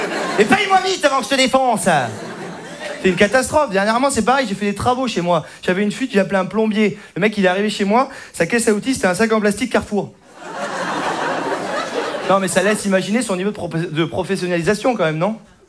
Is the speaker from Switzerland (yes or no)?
no; Saint-Émilion, Nouvelle-Aquitaine, France; now in Paris, France; je viens de Saint-Émilion.